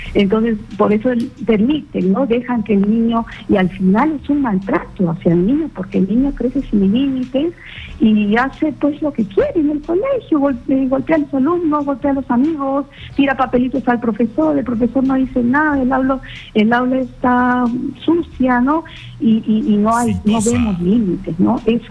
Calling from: Chaclacayo, Lima, Peru; De Chaclacayo, ….

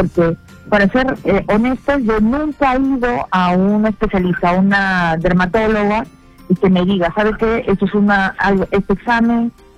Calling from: Lima, Peru; estoy llamando desde Los Olivos.

